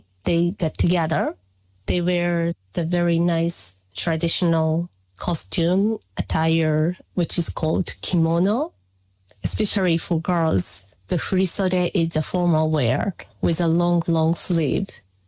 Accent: Japan; English is a second language; Since this is my home country and I have lived here for almost entire my life, it's a special country

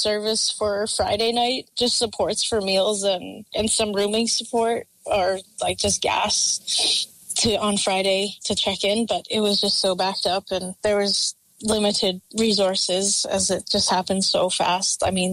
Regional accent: Penticton, British Columbia, Canada; I'm originally from Penticton, and my home community is Penticton Indian Band

